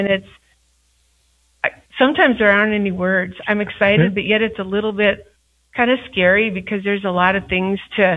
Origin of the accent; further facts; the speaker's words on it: Richardton, North Dakota, United States; moved away as an adult; now in Killdeer, United States; I'm from Richardton.